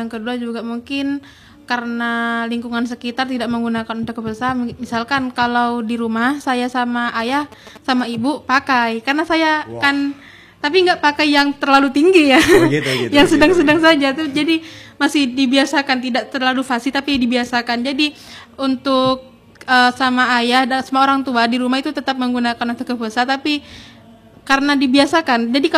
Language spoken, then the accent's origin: Indonesian; Sumenep, East Java, Indonesia; Saya asli Pabian di sini, Sumenep, Sumenep kota.